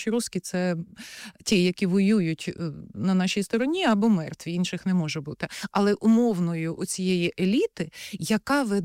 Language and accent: Ukrainian; Kyiv, Ukraine; ми кияни, ну, я порахувала, позавчора було 11 тривог і обстрілів.